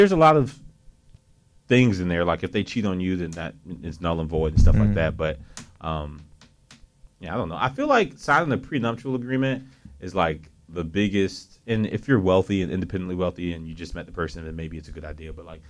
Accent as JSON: {"language": "English", "country": "United States", "said": "I'm an American"}